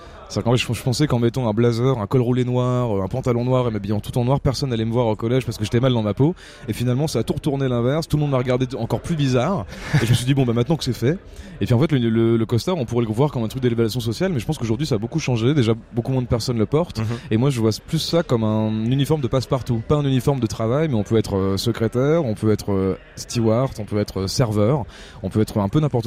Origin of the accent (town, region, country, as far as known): Hauts-de-France, France